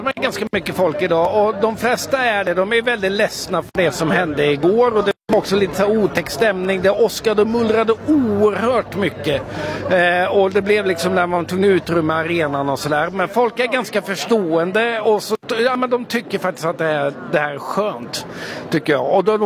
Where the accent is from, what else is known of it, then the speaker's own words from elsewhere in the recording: Gothenburg, Västra Götaland County, Sweden; som göteborgare